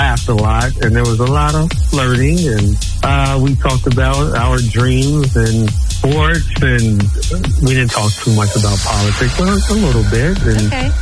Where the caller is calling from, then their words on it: Gonzales, United States; I'm from Gonzales.